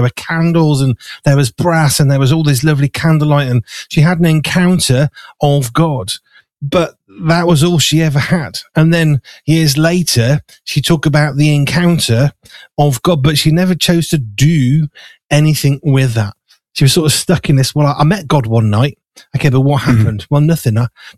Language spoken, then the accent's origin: English; Wolverhampton, West Midlands, United Kingdom; I grew up in Wolverhampton.